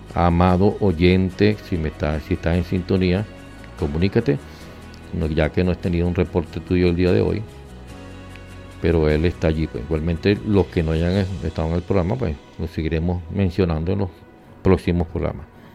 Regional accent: Venezuela; Todos somos venezolanos, todos somos humanos, todos necesitamos a Cristo.

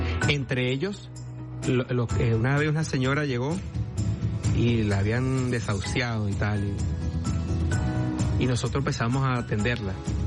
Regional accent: Caracas, Capital District, Venezuela

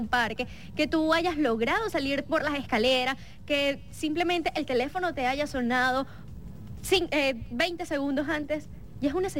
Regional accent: Venezuela; Jamás como venezolanos hemos estado solos.

